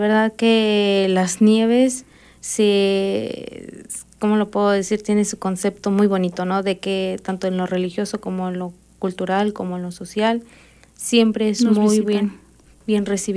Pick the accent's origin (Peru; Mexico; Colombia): Mexico; Acatlán; cada uno de los que somos aquí de Acatlán.